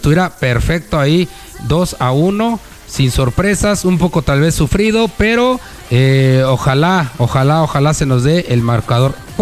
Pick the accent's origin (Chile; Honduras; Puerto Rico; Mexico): Mexico; nosotros como mexicanos